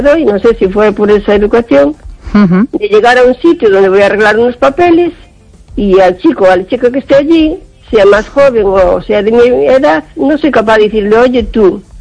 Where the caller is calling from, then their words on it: O Carballiño, Galicia, Spain; de Carballiño.